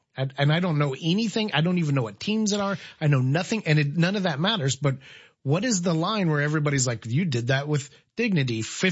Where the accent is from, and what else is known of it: Decatur, Illinois, United States